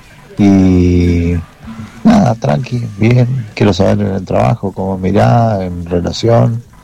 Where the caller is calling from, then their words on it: Oberá, Misiones, Argentina; de Oberá Misiones. ¿Cómo andan? ¿Todo bien? Soy del 6, del 10, del 78.